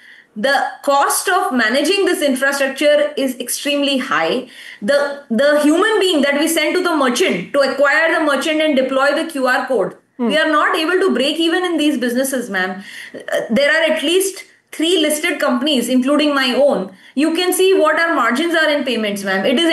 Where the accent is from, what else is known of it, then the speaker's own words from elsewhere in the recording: India; We, the citizens of India, the Indian consumer and the Indian merchant.